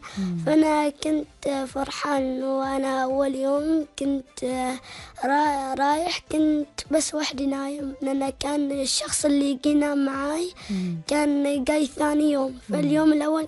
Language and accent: Arabic; Oman; لأن أنا عماني وافتخر.